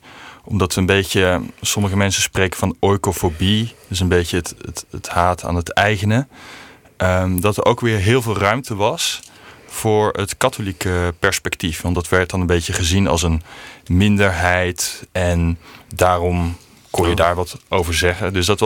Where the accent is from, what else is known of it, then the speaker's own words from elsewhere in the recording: Belgium; moved away as an adult; now in Netherlands; Ik ben opgegroeid in België. Mijn ouders zijn wel Nederlands, dus dat maakt me een soort van Neder-Belg. Ik ben later gaan studeren in Nederland.